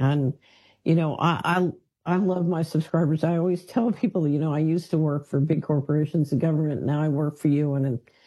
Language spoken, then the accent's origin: English; Philadelphia, Pennsylvania, United States; I grew up in West Philadelphia.